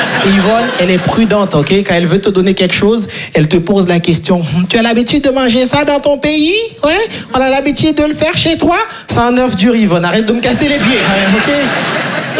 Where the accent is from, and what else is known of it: Haiti